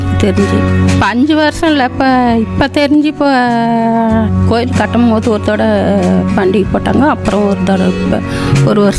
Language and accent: Tamil; Pazhaya Soramangalam, Tamil Nadu, India; நான் வந்து இங்க 52 வருஷமா நான் பிறந்து வளர்ந்து நான் அங்க உள்ள இருக்கிறேன். பெரிய தெருவுல இப்பதான் இங்க வந்து 15 வருஷம் ஆகுது. 5 மாசம் ஆகுது இங்க குடி வந்து.